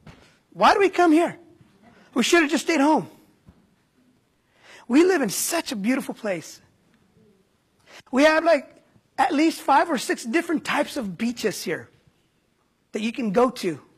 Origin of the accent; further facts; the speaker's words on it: Oceano, California, United States; In Oceano, where I grew up